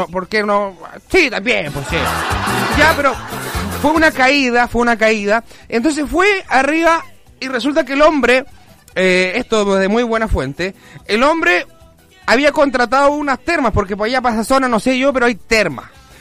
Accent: Chile; lo voy a contar como chileno

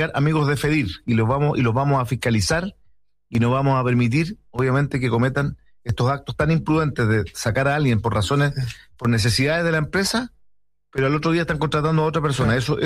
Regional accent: Puerto Montt, Los Lagos, Chile; now in Llanquihue, Chile; a vivir después, ya de adulto, de profesional, a Llanquihue, pero soy puertomontino de tomo y lomo. Nací en Puerto Montt, juego en Puerto Montt.

